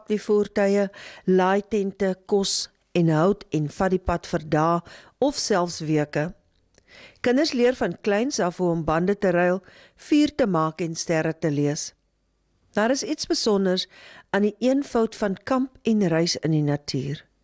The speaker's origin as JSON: {"language": "Afrikaans", "country": "Namibia", "said": "En vir ons as Namibiërs is dit 'n herinnering aan hoe ongelooflik"}